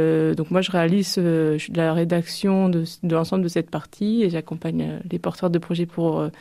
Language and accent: French; La Hague, Normandy, France; moved away as an adult; also born or lived in Lyon / Tours; Je viens de la Manche, de la Hague même, et j'ai dû partir comme beaucoup de jeunes de mes études, pour les études de la Manche. Et donc j'ai dû partir dans plusieurs endroits de la France, Lyon, Tours, etc.